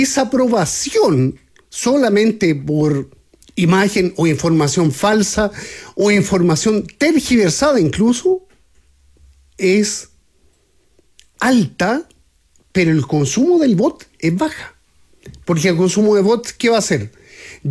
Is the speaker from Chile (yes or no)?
yes; Chile; nos pasa con nuestros vecinos acá en Latinoamérica que, siendo chileno, no nos gusta muchas veces que nos hable un extranjero